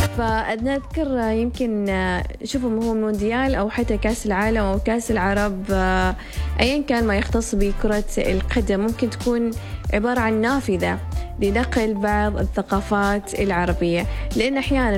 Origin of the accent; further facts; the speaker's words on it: Oman; كنا نحن اليوم كعمانيين، وكنا أيضا ما زلنا متمسكين بهذا الأرث العماني